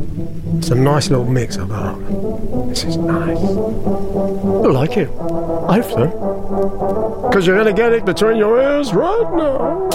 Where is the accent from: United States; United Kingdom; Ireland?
Ireland; So, I'm from Ireland